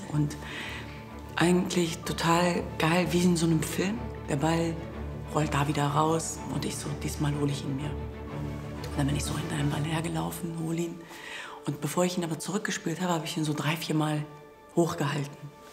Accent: Hanover, Lower Saxony, Germany; Ich bin ein Kind von Geflüchteten. Ich bin mit 10 Geschwistern in Hannover-Linden groß geworden, aufgewachsen in den 90er Jahren. Ich bin Kurdin, ich bin Jesidin.

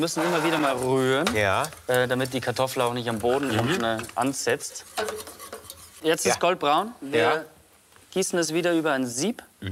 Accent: Traunstein district, Bavaria, Germany; also born or lived in Austria; In Österreich geboren, aber im Landkreis Traunstein aufgewachsen

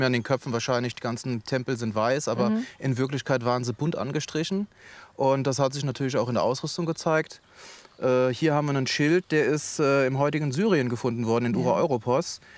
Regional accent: Neuwied, Rhineland-Palatinate, Germany; ich komme aus Neuwied hier in Rheinland-Pfalz.

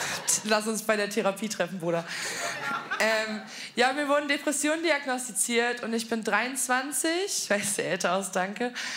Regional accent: Berlin, Germany; ich komme offensichtlich aus Berlin

